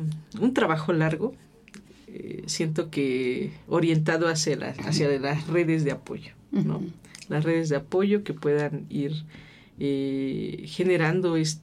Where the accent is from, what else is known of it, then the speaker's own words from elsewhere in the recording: Oaxaca, Mexico; Yo soy de Oaxaca, entonces mis amigas en Oaxaca, que no necesariamente todas son oaxaqueñas